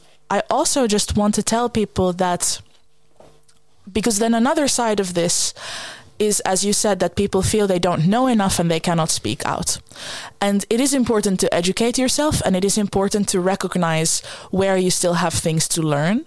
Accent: Netherlands; I grew up in the Netherlands where opinions are sacred.

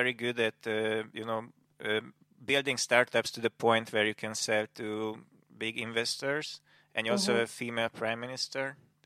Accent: Győr, Győr-Moson-Sopron, Hungary; I grew up in Győr on the countryside in a quite big city

